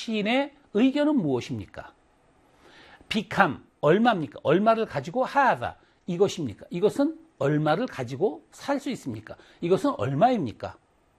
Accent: Wonju, Gangwon, South Korea; 내가 원주 사람이니까

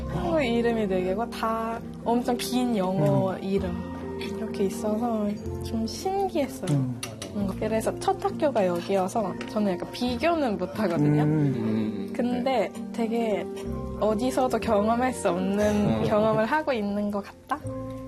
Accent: Dongducheon, Gyeonggi Province, South Korea; 근데 저는 동두천에서 태어났거든요. 그래서 동두천에서 태어나서 자라서 교사하고 다시 동두천에 온 건데

